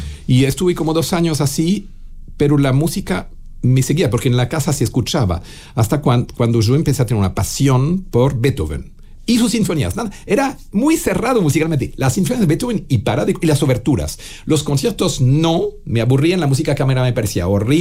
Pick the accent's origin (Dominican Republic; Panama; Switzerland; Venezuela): Switzerland; Geneva; Suiza francesa, muy cerca de Ginebra. Hoy sería como decir, es como decir que yo nací en Ginebra, pero es un pueblito.